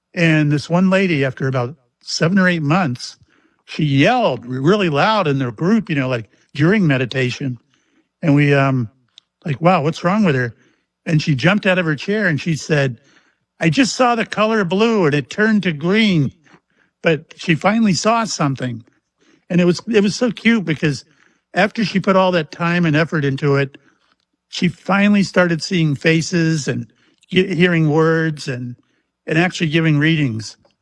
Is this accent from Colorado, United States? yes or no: no; Mayport, Florida, United States; I was on the Shangri-La out of my hometown of Mayport, you know, where I live right. I live 20 miles from the base.